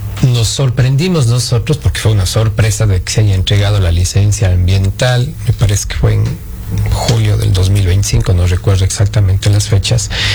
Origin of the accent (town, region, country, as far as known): Ecuador